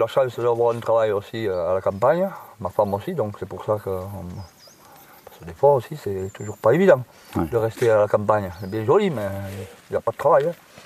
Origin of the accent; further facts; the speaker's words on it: Puyvert, Provence-Alpes-Côte d'Azur, France; Ouais, nous, on est de Puyvert.